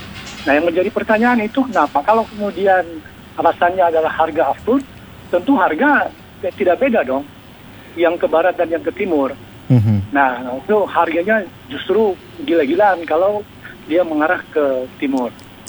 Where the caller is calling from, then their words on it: Papua, Indonesia; Dan kita, warga Papua, merasa biasa saja